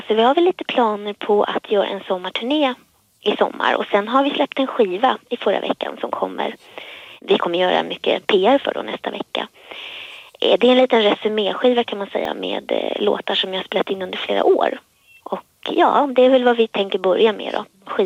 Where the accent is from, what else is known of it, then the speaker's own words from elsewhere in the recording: Stockholm, Stockholm County, Sweden; also born or lived in Medelpad; Ja, jag är från början från Medelpad och sen är jag uppvuxen och född i Stockholm då. Jag är 25 år